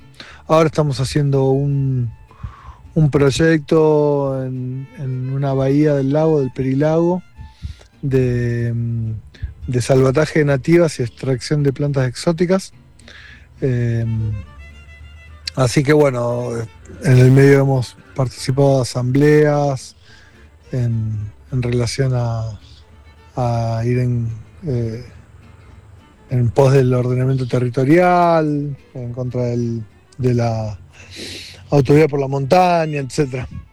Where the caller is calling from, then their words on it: Villa Parque Siquiman, Córdoba, Argentina; de Villa Parque Sigman, parte del grupo de Compartiendo Semillas de Villa Parque Sigman, el centro sur de Punilla.